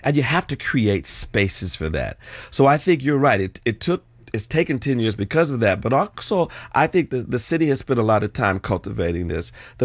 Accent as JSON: {"language": "English", "town": "Detroit", "region": "Michigan", "country": "United States", "tie": "born or raised there", "said": "Well, you know, I have to really give my hometown, Detroit, some shout out about that."}